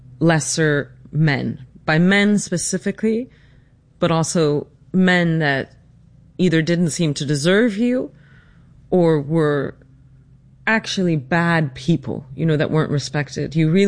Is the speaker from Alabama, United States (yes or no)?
no; Greenwich, Connecticut, United States; What I saw growing up in Greenwich, Connecticut in the 80s and 90s, when Greenwich was truly the bedroom town of Wall Street